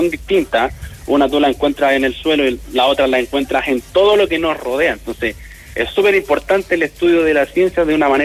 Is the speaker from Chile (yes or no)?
yes; Concepción, Biobío, Chile; Los que somos penquistas, mi viejo, los que somos penquistas estamos acostumbrados de que acá, lamentablemente, es tropicón